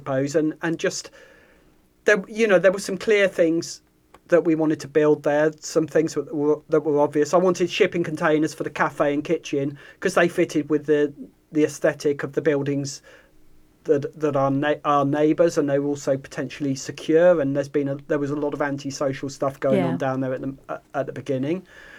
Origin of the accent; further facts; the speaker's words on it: Southampton, South East England, United Kingdom; I come from Southampton